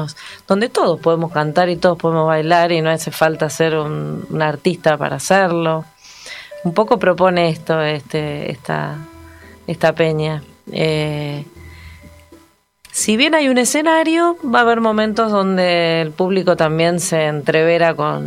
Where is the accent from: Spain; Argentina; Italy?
Argentina; nos está tocando atravesar como argentinos